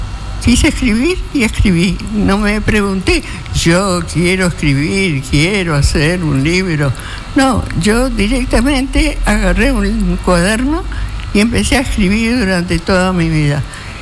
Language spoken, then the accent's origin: Spanish; Chaco, Argentina; yo soy chaqueña, nacida, criada, estudiada, todo